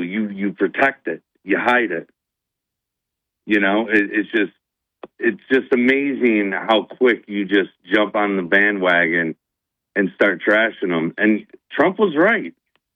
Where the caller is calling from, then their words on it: Endwell, New York, United States; from Endwell.